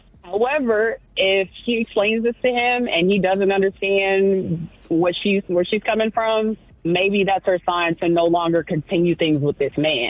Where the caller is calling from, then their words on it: Atlanta, Georgia, United States; Good morning, y'all. … from Atlanta.